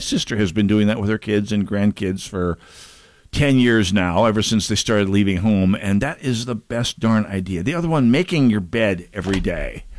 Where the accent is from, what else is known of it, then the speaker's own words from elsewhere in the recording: North Dakota, United States; now in Minnesota, United States; growing up in North Dakota